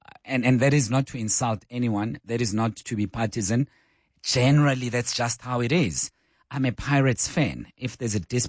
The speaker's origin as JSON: {"language": "English", "town": "Johannesburg", "region": "Gauteng", "country": "South Africa", "said": "No, we're not from there, we're from here. We were from here, we are from here, from Joburg, in and around Joburg."}